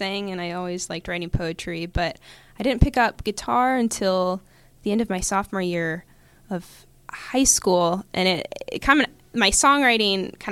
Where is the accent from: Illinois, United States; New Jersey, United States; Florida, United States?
Illinois, United States; Oswego; moved away as an adult; now in Pittsburgh, United States; Yeah, so I actually grew up in Illinois. I only moved to Pittsburgh in September, so I've been here just under a year. So I really came up in the music scene back in Illinois, about an hour outside of Chicago.